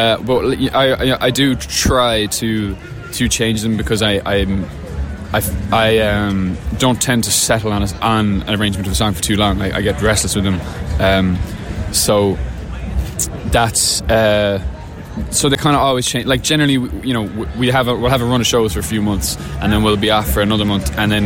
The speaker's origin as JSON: {"language": "English", "country": "Ireland", "also_born_or_lived": "Manchester", "moved": "as an adult", "said": "I'm from Ireland, but I moved to Manchester when I was 18 to go to university there."}